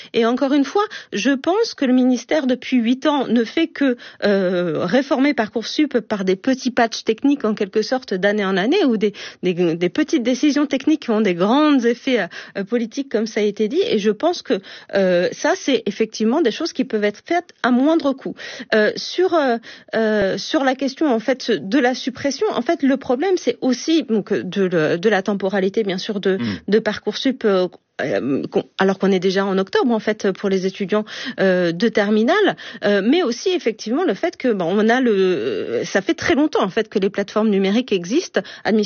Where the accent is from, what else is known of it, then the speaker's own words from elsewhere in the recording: Saint-Quentin-en-Yvelines, Île-de-France, France; born there; moi je viens de Saint-Quentin-en-Yvelines